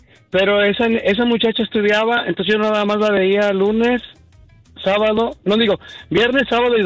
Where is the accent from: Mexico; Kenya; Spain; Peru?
Mexico; Mexico City; yo crecí, soy de la Ciudad de México, o sea, hay muchos barrios